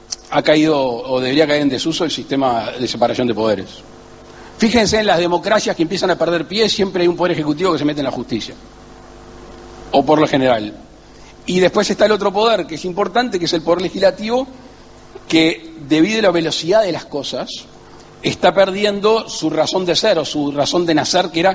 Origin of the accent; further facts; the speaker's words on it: Uruguay; yo soy el presidente de la República Oriental de Uruguay.